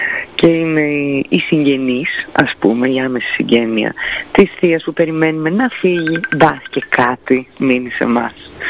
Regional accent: Drama, Eastern Macedonia and Thrace, Greece; επειδή είμαι από τη Βόρεια Ελλάδα, είμαι από τη Δράμα

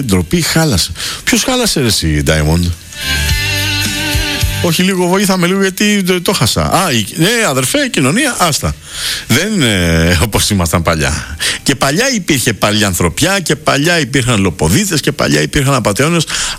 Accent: Artemida, Attica, Greece; Εγώ τη λέω Λούτσα γιατί εκεί ουσιαστικά έχω μεγαλώσει, είναι σαν να είναι το χωριό μου.

